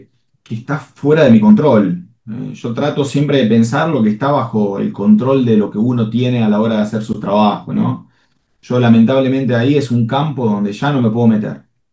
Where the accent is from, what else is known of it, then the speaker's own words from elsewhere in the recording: Argentina; si bien soy argentino